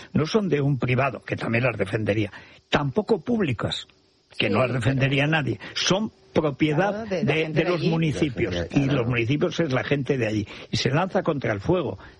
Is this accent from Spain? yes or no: yes; Spain; born there; moved away; Era Guadalajara, pegado a mi pueblo. Y había un pueblo, eran pueblos muy pequeños, toda la parte del señorío de Molina, la parte de Monte